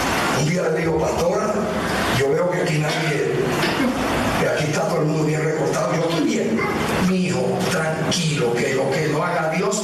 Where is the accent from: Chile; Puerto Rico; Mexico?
Puerto Rico; Así somos nosotros los puertorriqueños, ¿saben?